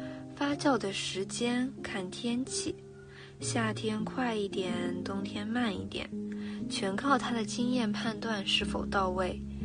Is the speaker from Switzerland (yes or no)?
no; Anhui, China; 我出生在安徽徽州一带，那里是臭鳜鱼的发源地，也是这道菜最地道的故乡。